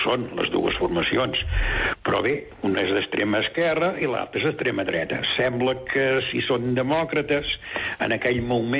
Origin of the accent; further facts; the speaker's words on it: Catalonia, Spain; ja fa masses anys que sóc català